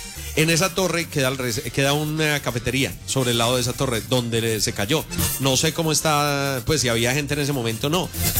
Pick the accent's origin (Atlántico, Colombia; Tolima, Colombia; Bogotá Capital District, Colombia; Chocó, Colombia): Tolima, Colombia; Espinal; Nosotros somos del Espinal y ellas están viviendo allá en la ciudad de Pereira.